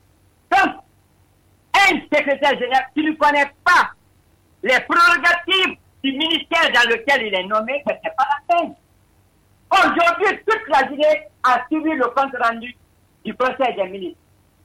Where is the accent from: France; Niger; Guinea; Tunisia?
Guinea; Lola, Nzérékoré Region; now in Conakry, Guinea; chez moi à Lola